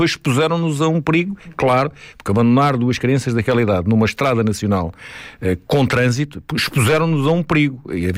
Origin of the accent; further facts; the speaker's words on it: Portugal; nós portugueses